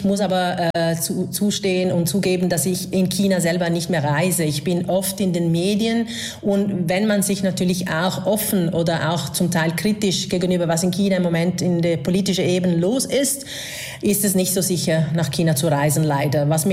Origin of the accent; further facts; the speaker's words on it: Venice, Veneto, Italy; moved away; ich habe in 97 in Venedig, daher wo ich komme, aus Italien, angefangen zu studieren